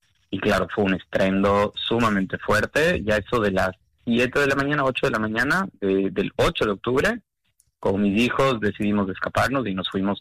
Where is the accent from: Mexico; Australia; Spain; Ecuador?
Ecuador; born there; me llamó la embajadora de Ecuador, yo nací en Ecuador